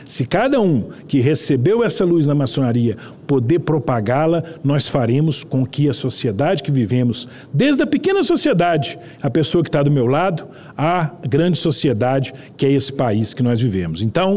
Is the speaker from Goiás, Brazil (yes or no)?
no; Araxá, Minas Gerais, Brazil; born there; moved away; Eu precisei migrar de uma cidade para outra, nasci em Araxá, e fui morar em Paracatu.